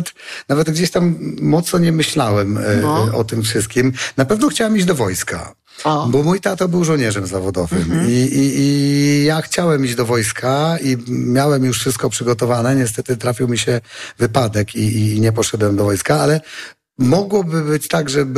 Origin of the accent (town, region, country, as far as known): Suwałki, Podlaskie Voivodeship, Poland